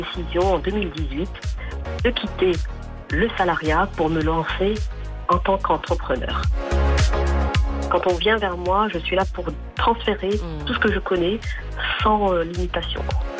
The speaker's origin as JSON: {"language": "French", "country": "France", "tie": "born or raised there", "also_born_or_lived": "Morocco", "said": "faut dire que j'ai baigné dans deux cultures. J'ai grandi en France, puis après, donc, revenu au pays, donc, avec les parents"}